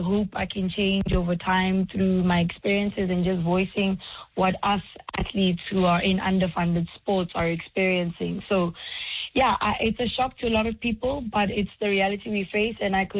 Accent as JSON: {"language": "English", "country": "South Africa", "said": "the reality that we yes, face as a South African women's hockey team."}